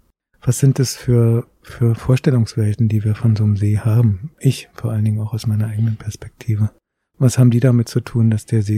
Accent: Brandenburg, Germany; moved away as an adult; now in Helsinki, Finland; Also ich bin am Stichlinsee groß geworden

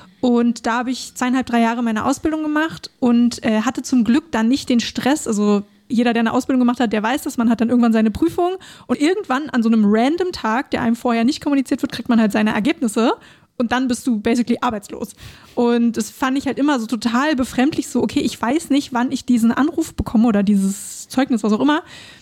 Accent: Neuruppin, Brandenburg, Germany; born there; accent: Berlin dialect; now in Berlin, Germany; für mich als Brandenburgerin natürlich irgendwie um die Ecke

